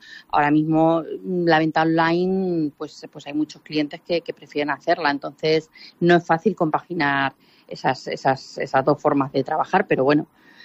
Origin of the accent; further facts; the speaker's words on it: Ciudad Real, Castilla-La Mancha, Spain; also born or lived in Moral de Calatrava; now in Madrid, Spain; He de decirte que yo nací en Madrid, solamente nací aquí. Viví en Moral de Calatrava hasta los 8 años y luego ya viví en Ciudad Real